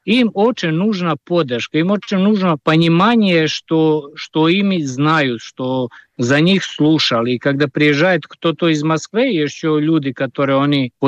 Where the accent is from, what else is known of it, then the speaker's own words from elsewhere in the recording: Serbia; moved away as an adult; Ну как, я просто уехал из Сербии 2013 года, не хотелось больше жить там